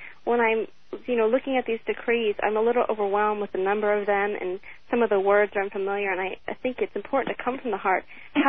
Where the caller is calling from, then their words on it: Los Angeles, California, United States; I'm calling from West L.A.